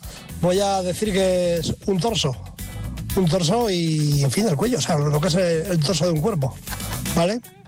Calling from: Iniesta, Spain; de Iniesta, aquí de guardia.

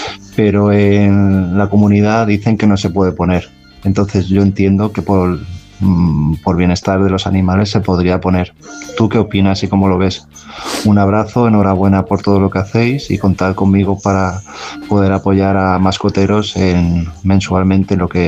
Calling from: Palma de Mallorca, Balearic Islands, Spain; Hola Carlos y compañía, hola. … de Palma de Mallorca.

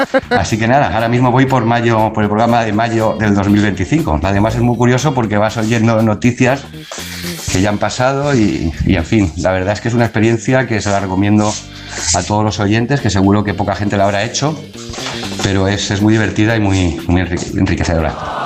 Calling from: El Molar, Community of Madrid, Spain; del Molar en Madrid, muy cerquita de vuestro estudio en Sanse.

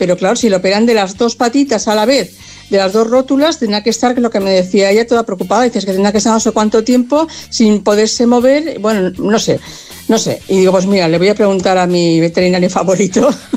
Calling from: Cornellà de Llobregat, Catalonia, Spain; aquí de Cornellá.

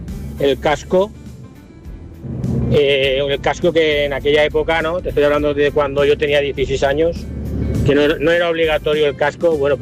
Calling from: Valencia, Valencian Community, Spain

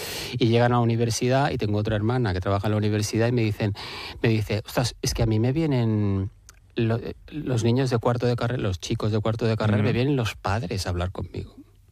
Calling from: Catalonia, Spain; yo vengo de Cataluña, no sé en el resto de España

